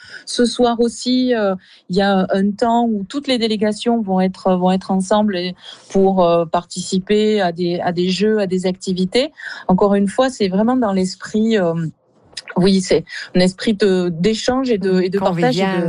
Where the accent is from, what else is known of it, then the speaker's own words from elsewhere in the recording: south of France, France; on comprend rapidement que l'on vient de la France, et surtout du sud de la France.